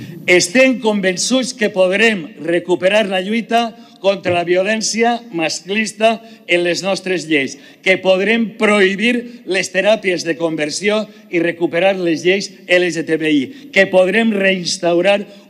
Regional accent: Valencian Community, Spain

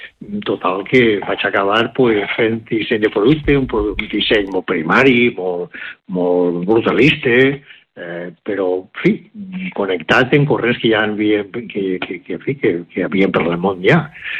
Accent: Burjassot, Valencian Community, Spain; soc de Burjassot, poble de l'Horta Nord.

